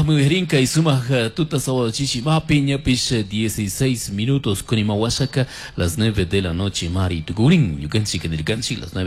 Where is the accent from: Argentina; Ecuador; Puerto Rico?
Ecuador; Siempre orgullosos ecuatorianos runa kuna, somos de Paro y demostramos nuestra fuerza, nuestro trabajo, un incanazú.